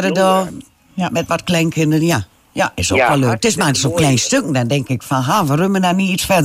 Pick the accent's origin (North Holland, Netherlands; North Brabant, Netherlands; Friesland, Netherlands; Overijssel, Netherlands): Overijssel, Netherlands; Rijssen; Ja, uit Rijssen.